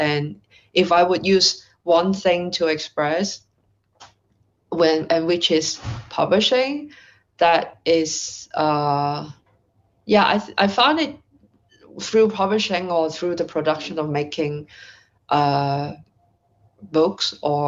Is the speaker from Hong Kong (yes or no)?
yes; Hong Kong; English is a second language; I am someone from Hong Kong. And so, like, a place which you came from represents certain things, right?